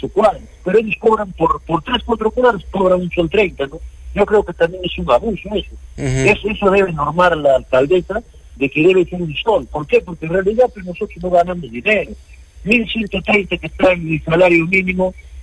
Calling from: Arequipa, Peru; acá yo vivo en Selva Alegre.

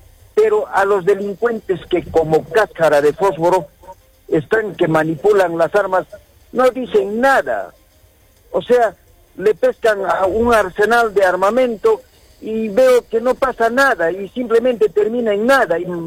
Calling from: Arequipa, Peru; como arequipeños

